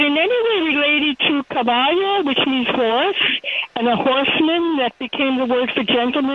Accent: New York, United States; the Bronx Zoo, my hometown

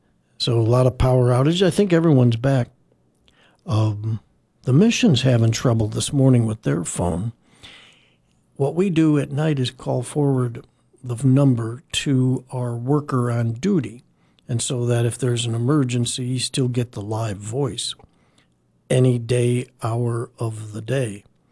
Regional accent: Chicago, Illinois, United States; moved away; my hometown of Chicago

